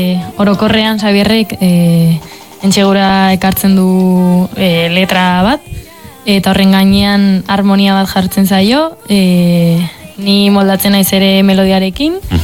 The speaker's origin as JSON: {"language": "Basque", "town": "Puente la Reina", "region": "Navarre", "country": "Spain", "said": "Ni garezkoa"}